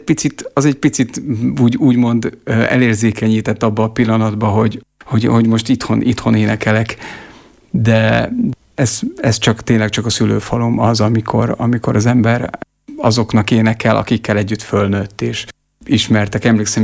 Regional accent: Trnava Region, Slovakia; moved away; Tehát kötődök, nagyon is kötődök a szülőfalumhoz és Csallóközhöz.

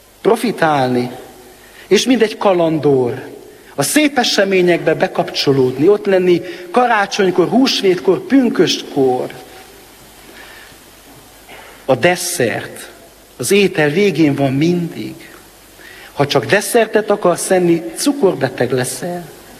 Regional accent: Transylvania, Romania; Hogy ilyen szépnek teremtetted Erdélyországot, az én szülőhazámat.

